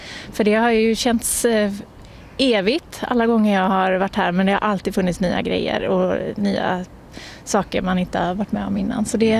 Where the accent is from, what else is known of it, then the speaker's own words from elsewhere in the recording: Gothenburg, Västra Götaland County, Sweden; jag är ju uppvuxen i Göteborg